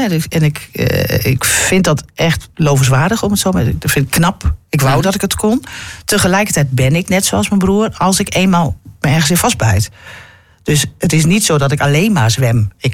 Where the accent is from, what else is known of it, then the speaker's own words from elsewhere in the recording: Netherlands; En ik kwam uit Nederland. Dus … Dus ik was